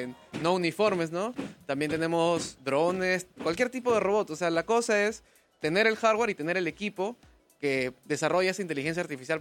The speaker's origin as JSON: {"language": "Spanish", "country": "Peru", "said": "en Perú tenemos el talento"}